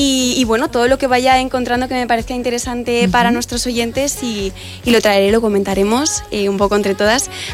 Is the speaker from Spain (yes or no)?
yes; Mislata, Valencian Community, Spain; he estudiado en la Universitat Jaume I de Castellón, pero soy de Mislata de toda la vida